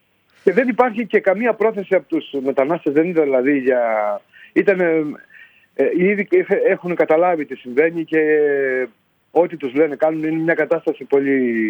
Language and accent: Greek; Greece; ως Έλληνες